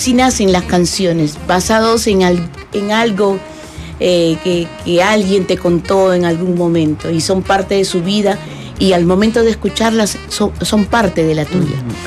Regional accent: Lima, Peru

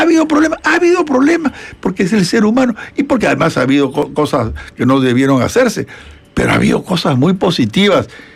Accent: Peru

